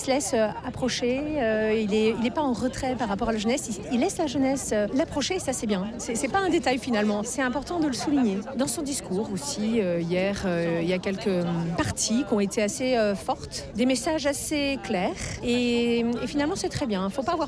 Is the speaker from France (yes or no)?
yes; Pays de la Loire, France; je viens du Maine-et-Loire.